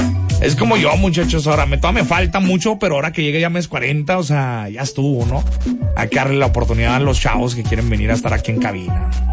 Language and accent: Spanish; Mexico; Pero así somos los mexicanos, muchachos.